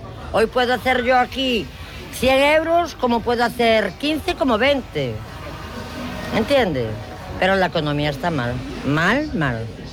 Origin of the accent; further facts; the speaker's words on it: Vilagarcía de Arousa, Galicia, Spain; Yo soy de Villa García de Rosa, muchísimo.